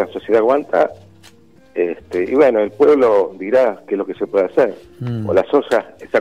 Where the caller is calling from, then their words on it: Río Negro, Argentina; yo te estoy llamando de Río Negro